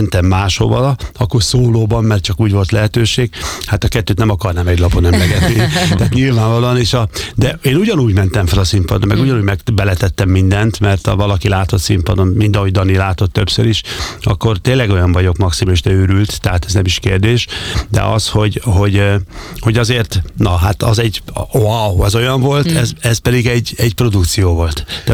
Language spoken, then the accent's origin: Hungarian; Gyula, Békés, Hungary; mikor gyerekként ugye kerestem a helyemet Gyulán, ahol én felnőttem, a Gyulán az atlétika élet az magas színvonalú volt